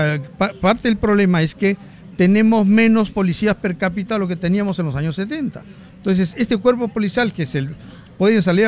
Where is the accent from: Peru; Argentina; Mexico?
Peru; Lima; estamos como limeños